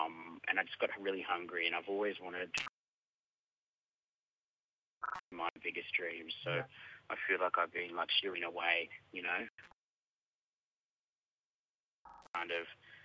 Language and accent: English; Nowra, New South Wales, Australia; also born or lived in Dubbo; now in Sydney, Australia; From Dubbo, also grew up on Yuin country in Culbara Beach / Nowra.